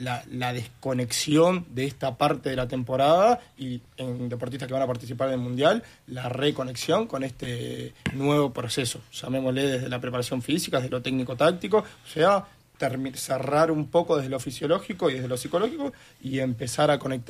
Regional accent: Uruguay

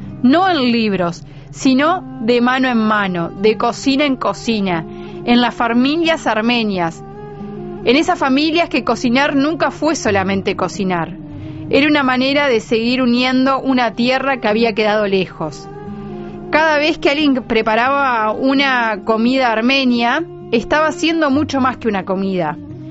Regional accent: Uruguay; born there; Los descendientes de armenios que nacimos en Uruguay tomamos mate, nos gusta el asado, somos muy uruguayos como cualquiera

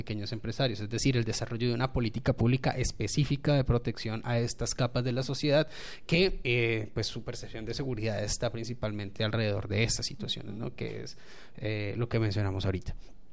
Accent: Colombia

